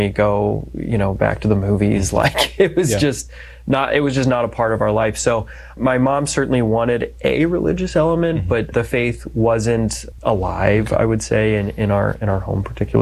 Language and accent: English; Denver, Colorado, United States; I'm from Denver, Colorado. Was baptized. Thanks be to God, I was baptized as a Catholic, but was not raised as a Catholic.